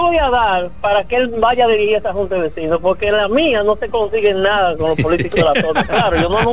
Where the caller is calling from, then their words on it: Santo Domingo Oeste, Santo Domingo, Dominican Republic; yo vivo en Mano Guayabo, yo tengo un apartamento